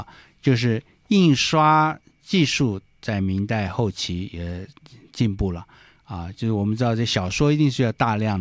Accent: Fujian, China; 因为我的老家在福建呢，所以特别也很意外发现这个福建的一个叫做这个建阳县啊

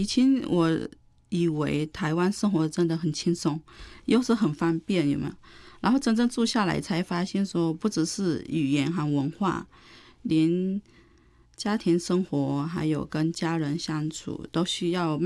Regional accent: Thailand; moved away as an adult; now in New Taipei, Taiwan; 因为跟我家乡比起来差很多，因为我从小就习惯做事啊说话都是慢慢

